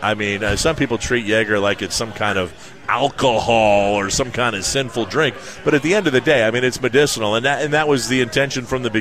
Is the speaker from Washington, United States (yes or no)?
yes; Bellingham, Washington, United States; moved away as an adult; When I left here, I'm a Seahome grad, and I left here when I was 23.